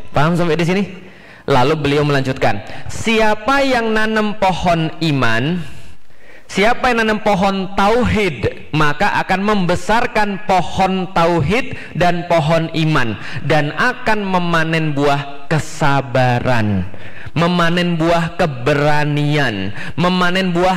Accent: Bogor, West Java, Indonesia; born there; Makanya kalau saya lahir di Bogor, karena itulah saya jadi orang yang jahat.

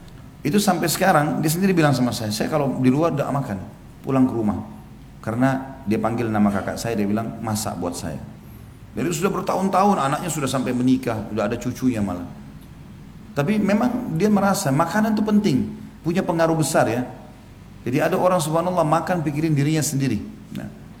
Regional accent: Indonesia; Kita ini orang Melayu, orang Indonesia.

